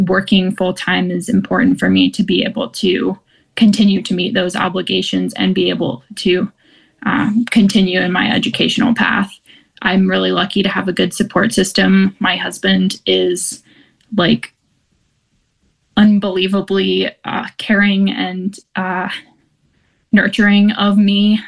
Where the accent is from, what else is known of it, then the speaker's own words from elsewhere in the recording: Durham, North Carolina, United States; I am from Durham, grew up in Durham. I live close to the school